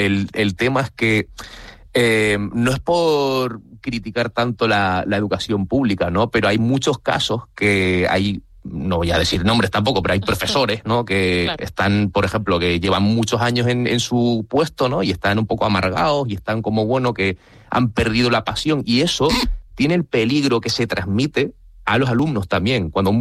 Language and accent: Spanish; Fuerteventura, Canary Islands, Spain; Nací en Fuerteventura, me he criado en Fuerteventura, así que técnicamente por crianza y tal y nacimiento soy canario